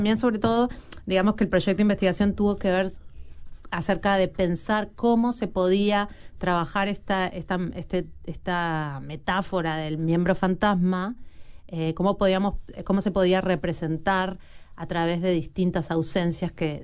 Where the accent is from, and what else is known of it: Montevideo, Uruguay; born or raised there